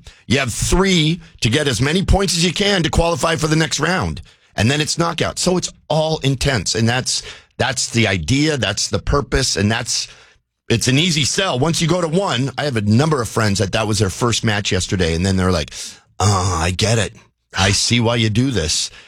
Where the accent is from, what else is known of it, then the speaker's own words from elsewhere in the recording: Seattle, Washington, United States; Growing up in Seattle, everyone played at age 5 and 6.